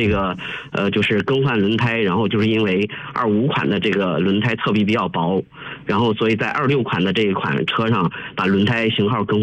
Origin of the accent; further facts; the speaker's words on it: Xinmi, Henan, China; now in Zhengzhou, China; 我们老家是新密的，偶尔会回老家，一般都在郑州市区。